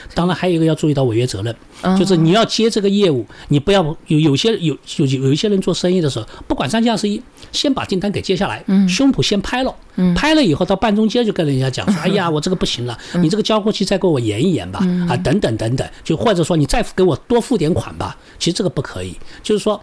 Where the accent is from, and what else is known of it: China